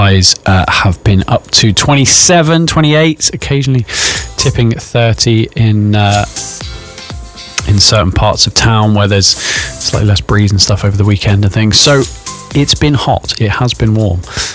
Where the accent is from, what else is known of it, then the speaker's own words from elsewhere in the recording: United Kingdom; We are British.